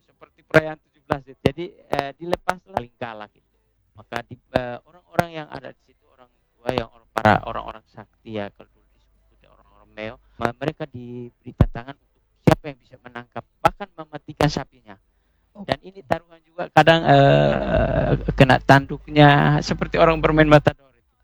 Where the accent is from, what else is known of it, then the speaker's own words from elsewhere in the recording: East Nusa Tenggara, Indonesia; istilah kami orang Atuni itu disebut dengan bunuh banu talas